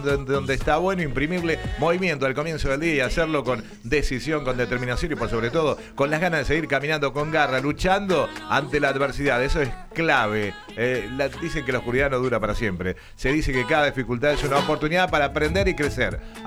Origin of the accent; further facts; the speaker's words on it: Argentina; como futbolero y como argentino